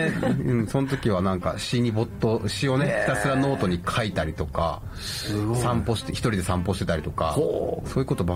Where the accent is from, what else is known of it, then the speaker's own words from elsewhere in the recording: Sapporo, Hokkaido, Japan; 札幌出身です。